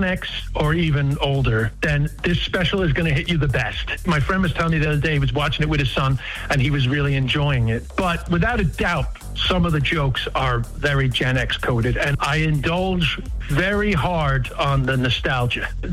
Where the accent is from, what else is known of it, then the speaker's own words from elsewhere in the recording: New York City, New York, United States; There's a section about growing up in Queens.